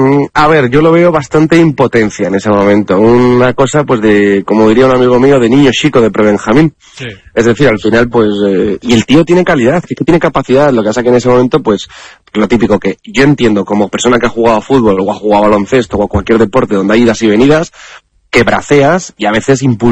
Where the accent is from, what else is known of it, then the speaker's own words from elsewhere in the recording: Zaragoza, Aragon, Spain; yo digo, soy de Zaragoza, yo tengo consistencia al frío, yo nací en el frío